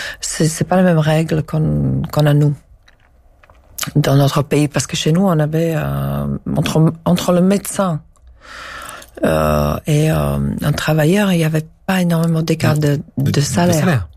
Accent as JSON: {"language": "French", "country": "Czechia", "second_language": "French", "moved": "yes", "lives_now": "France", "said": "moi je viens de Pays de l'Est."}